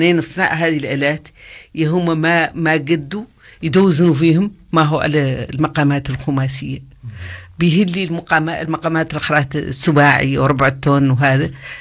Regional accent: Mauritania; نحن هون موريتاني

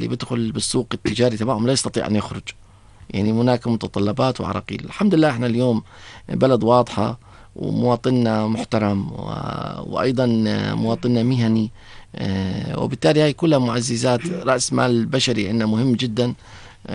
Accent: Jordan; عندنا في الأردن

